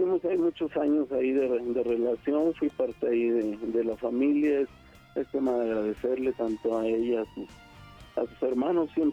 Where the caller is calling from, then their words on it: Tula de Allende, Hidalgo, Mexico; Andamos por acá en el estado de Hidalgo.